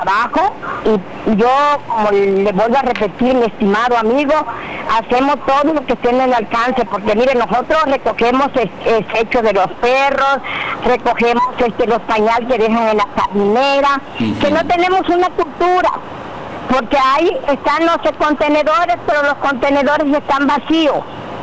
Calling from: Jiquipilas, Chiapas, Mexico; yo estimo a mi pueblo porque soy de Jiquipila.

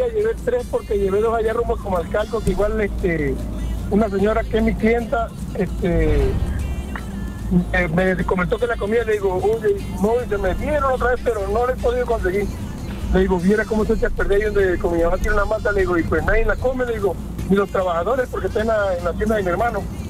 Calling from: Cárdenas, Tabasco, Mexico; De Cárdenas.

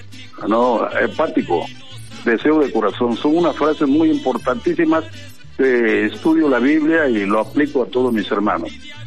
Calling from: Arriaga, Chiapas, Mexico; Yo soy de Arrega, hermano

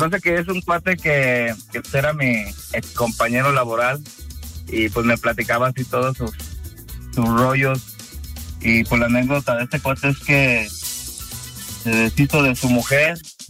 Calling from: León, Guanajuato, Mexico; De León, Guanajuato.

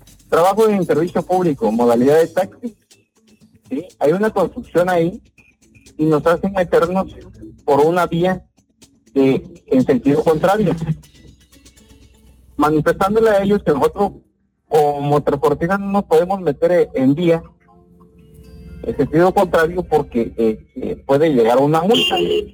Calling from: Tapachula, Chiapas, Mexico; nosotros vivimos en Tapachula. Yo por lo consiguiente vivo en Tapachula.

